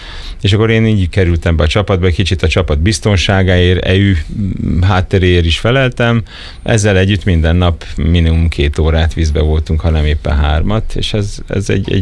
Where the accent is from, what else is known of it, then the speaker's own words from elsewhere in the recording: Hungary; born there; also born or lived in Switzerland / Cape Town, South Africa; Az ember pedig itt vált felnőtté. Hiába voltak 8 éves korom előtt meghatározó barátaim, akikkel most is tartom a kapcsolatot, de azért a zöme azért az ide kötött. És hát én inkább magyar vagyok.